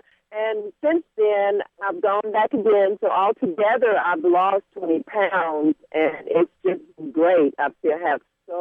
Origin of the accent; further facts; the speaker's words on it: Grand Prairie, Texas, United States; I'm from Grand Prairie.